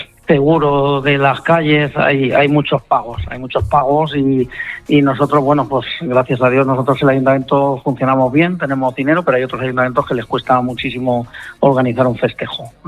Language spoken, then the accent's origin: Spanish; Peñascosa, Castilla-La Mancha, Spain